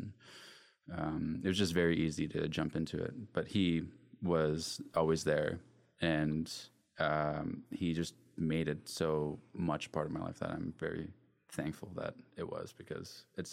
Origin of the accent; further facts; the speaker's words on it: Terrace, British Columbia, Canada; Born and raised in Terrace, from the Kitsilis community, as you said. Gitaz is the village name, and just a Indigenous boy that loved music